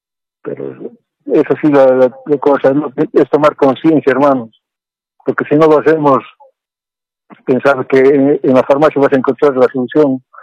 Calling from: Oruro, Bolivia; También soy quiquincho, soy de Oruro, mi padre es de Norte Potosí, mi padre es Cochala

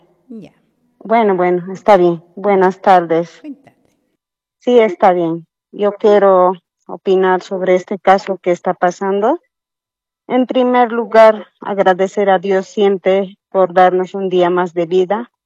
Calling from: Cochabamba, Bolivia; Hablo de Cochabamba.

